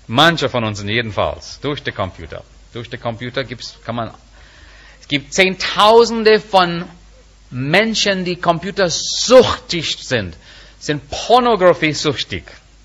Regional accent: India; German is a second language; moved away; als Inder

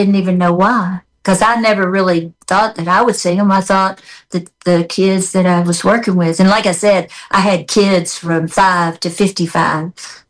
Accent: Memphis, Tennessee, United States; Teenie, you're from Memphis, I'm from Memphis, we should know each other.

